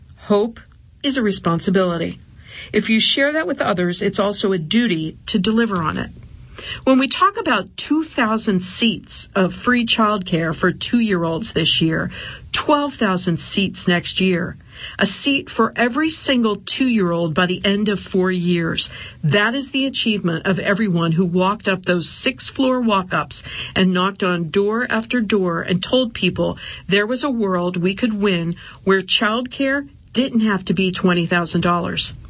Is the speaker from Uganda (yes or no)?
yes; Uganda; born there; I was born in Uganda in East Africa.